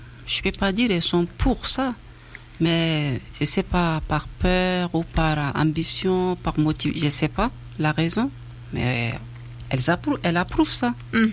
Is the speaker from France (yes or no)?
no; Chad; moved away; quand je parle du Tchad, parce que c'est là où j'étais née, là où j'ai grandi, je connais plus le Tchad que n'importe où.